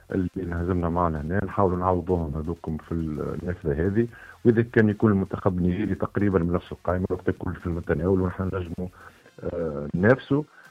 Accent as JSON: {"language": "Arabic", "country": "Tunisia"}